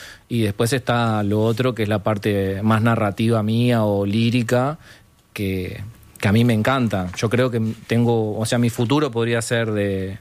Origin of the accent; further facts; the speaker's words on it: Uruguay; also born or lived in Paraguay; yo nací en Paraguay y me crié en la curva de Maroña y en Maldonado.